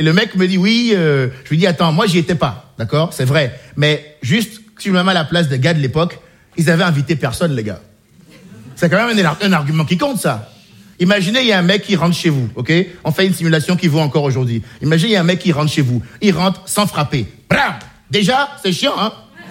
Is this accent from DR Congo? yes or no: no; Benin; J'ai grandi au Bénin, un petit pays d'Afrique de l'Ouest, dont je vous dirais bien que c'est le pays le plus corrompu du monde.